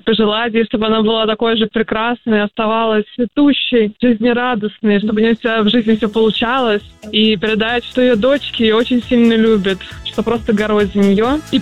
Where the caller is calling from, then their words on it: Moscow, Russia; я из Москвы.